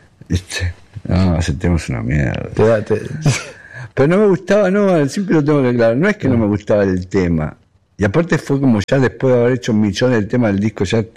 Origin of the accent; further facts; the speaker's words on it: Buenos Aires, Argentina; born there; yo nací en Versalles.